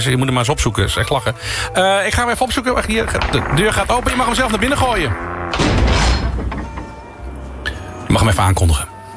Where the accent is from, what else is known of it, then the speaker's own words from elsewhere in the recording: Limburg, Netherlands; accent: Limburgse; Is het mijn Limburgse accent wat hier in de weg zit?